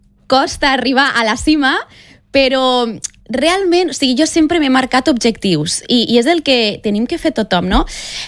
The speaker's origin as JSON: {"language": "Catalan", "region": "Catalonia", "country": "Spain", "said": "Doncs sóc la catalana indígena perquè tinc ànima indígena, perquè sóc terra, estimo la natura, respecte als animals, i catalana perquè sóc catalana, el meu cor és català, estimo la meva terra"}